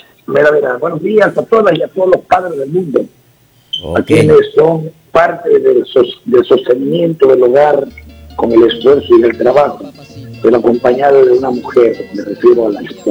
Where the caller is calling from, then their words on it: Esmeraldas, Ecuador; mi tierra, de Esmeralda, de mi poder querido